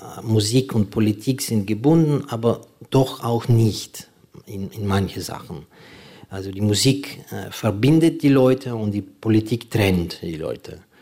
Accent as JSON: {"language": "German", "country": "Ukraine", "second_language": "German"}